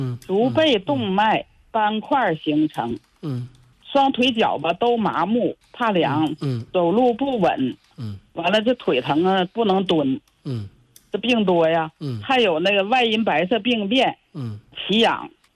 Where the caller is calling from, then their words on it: Changchun, Jilin, China; 我是长春的。